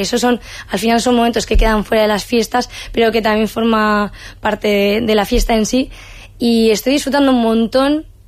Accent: Hondarribia, Basque Country, Spain; son las fiestas de mi pueblo

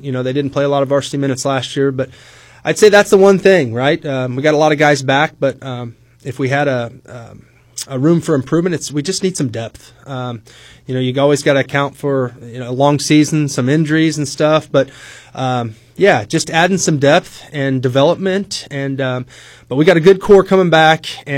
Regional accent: Farmersville, Illinois, United States; growing up in Farmersville, Gerard and Verdon were right down the road, and right down the road from Pawnee, too.

